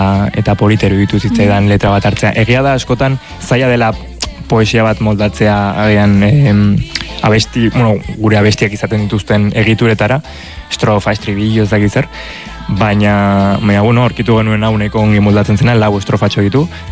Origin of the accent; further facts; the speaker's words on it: Pamplona, Navarre, Spain; ni Iruñekoa naiz, beti anik bizi izan naiz Iruñan